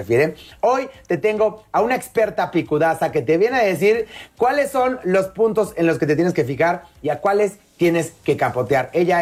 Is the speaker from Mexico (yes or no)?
yes; Mexico